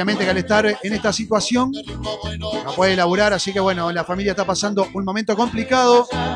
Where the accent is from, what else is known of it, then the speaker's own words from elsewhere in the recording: Uruguay; Soy uruguayo.